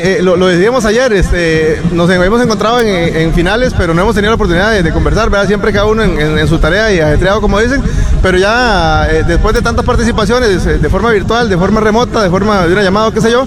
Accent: Nandayure, Guanacaste, Costa Rica; No, ya estoy viviendo acá en la zona. Yo soy de Nandayure, entonces voy para el año de vivir por acá.

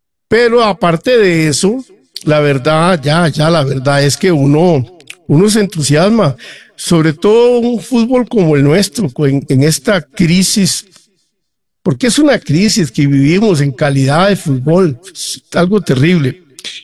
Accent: Costa Rica; como costarricense, uno da la broma

